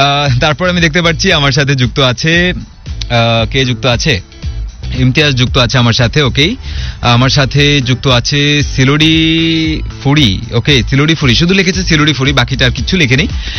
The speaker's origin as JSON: {"language": "Bangla", "country": "Bangladesh", "said": "as we are বাঙালি বা আমরা Bangladeshi, and being a Bangladeshi"}